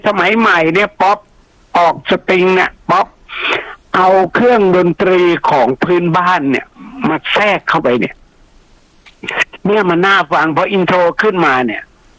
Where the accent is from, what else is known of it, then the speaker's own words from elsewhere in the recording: Ang Thong, Thailand; born there; also born or lived in Na Thawi; าวไม่ผมเกิดอ่างทองไงแต่ว่าผมเคยไปอยู่ที่นาทวีมาน